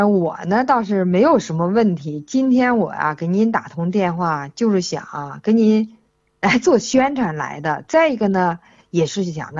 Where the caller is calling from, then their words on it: Baoding, Hebei, China; 我是河北保定的。